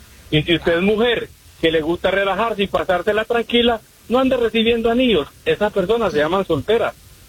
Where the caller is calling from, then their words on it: Chicago, Illinois, United States; Buenos días, Andreina, desde los Chicago, Illinois.